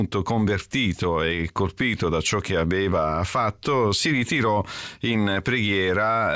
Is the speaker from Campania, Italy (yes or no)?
no; Calabria, Italy; Essendo io calabrese, essendo io un ficcanaso